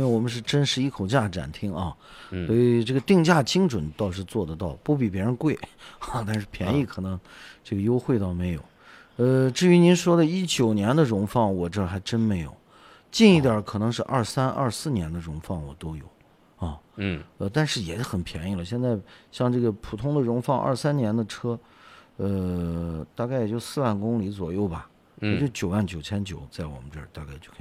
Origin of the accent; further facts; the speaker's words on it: Xinjiang, China; 只能说这个价格咱们新疆话说就是帮尖啊